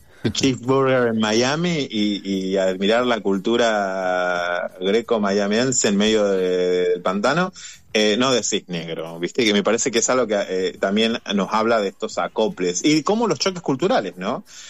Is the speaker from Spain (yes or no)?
no; Argentina; para nosotros, como argentinos